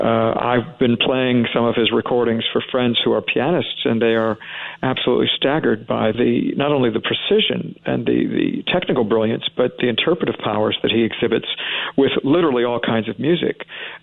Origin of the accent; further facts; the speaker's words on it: Columbus, Ohio, United States; moved away as an adult; now in California, United States; I moved to California from Columbus, Ohio, when I was 20 years old in 1976